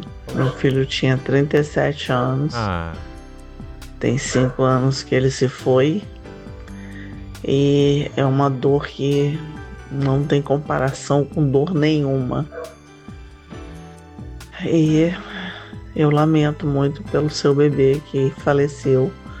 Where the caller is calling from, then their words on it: Campos dos Goytacazes, Rio de Janeiro, Brazil; falo de Campos Goytacazes.